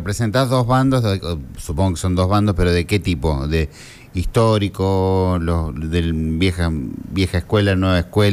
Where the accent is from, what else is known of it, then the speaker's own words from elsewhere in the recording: Córdoba, Argentina; yo soy del norte de Córdoba